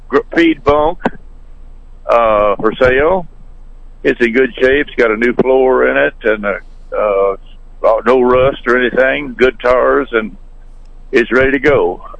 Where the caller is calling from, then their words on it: Franklin, Missouri, United States; I'm calling from Franklin.